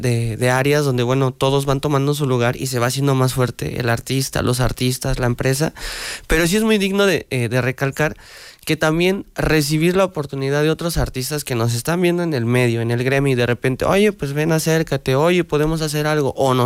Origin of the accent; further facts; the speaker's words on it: Atlixco, Puebla, Mexico; now in Chinantla, Mexico; yo soy nacido en Puebla, criado en Atlixco o coterráneo de Atlixco de las Flores, y bueno, gran parte de mi vida vivimos aquí en Chinantla, ¿no? Que fue esta parte de la Mixteca, ¿no? Izúcar, Chinantla, Piaxtla, Tecomatlán.